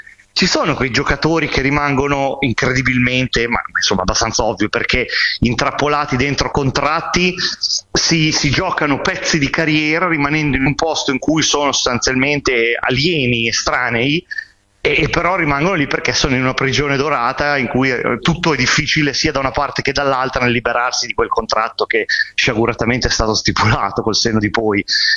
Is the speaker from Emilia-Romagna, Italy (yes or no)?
yes; Emilia-Romagna, Italy; moved away as an adult; also born or lived in Milan / Rome; Uno è il posto in cui sono nato, il paesino in provincia di Modena, e quello sarà sempre casa